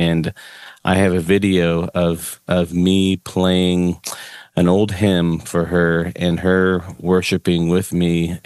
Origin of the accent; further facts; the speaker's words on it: Illinois, United States; No, you know, I grew up in the Chicago suburbs, to, you know, a young, my mom and dad were really young when they had me.